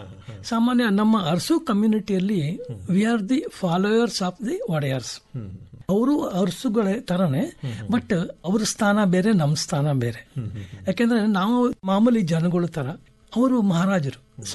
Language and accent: Kannada; Mysore, Karnataka, India; also born or lived in Bangalore / Tumkur / Ernakulam; ನಾನು ಹುಟ್ಟಿದ್ದು ಮತ್ತು ಬೆಳೆದಿದ್ದೆಲ್ಲ ಮೈಸೂರು. ನನ್ನ ವಿದ್ಯಾಭ್ಯಾಸ ಆಗಿದ್ದು ಮೈಸೂರೇ. ಶಾರದಾವಲಾಸ್ ಹೈಸ್ಕೂಲಲ್ಲಿ ಓದಿದ್ದು. BCOM ಡಿಗ್ರಿಗೆ ಡಿ ಬನುಮಯಾಸ್ ಕಾಲೇಜಿಗೆ ಶಿಫ್ಟ್ ಆದೆ.